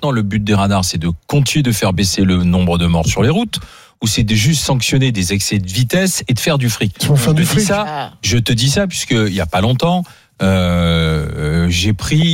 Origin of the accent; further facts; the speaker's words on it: Italy; C'est la patrie de Ferrari, nous.